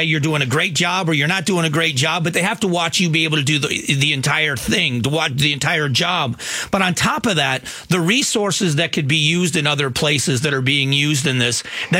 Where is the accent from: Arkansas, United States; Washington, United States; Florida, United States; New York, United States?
Florida, United States; I grew up on airboats. I grew up in Florida. I've been on airboats most of my life.